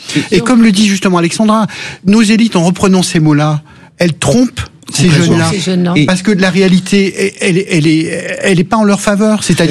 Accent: Provence-Alpes-Côte d'Azur, France; Moi je suis un provençal.

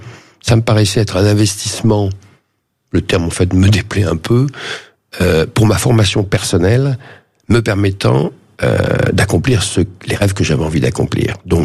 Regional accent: Corsica, France; dans ma jeunesse en Corse

